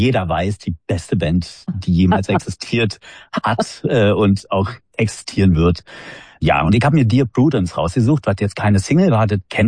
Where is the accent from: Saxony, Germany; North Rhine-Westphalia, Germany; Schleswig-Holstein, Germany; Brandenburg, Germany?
Brandenburg, Germany; Wandlitz; also born or lived in Berlin; Ja, ich bin vor 6 Jahren aus Berlin weggezogen. Also aufgewachsen bin ich in Wandlitz in der Gegend, also ein bisschen nördlich von Berlin.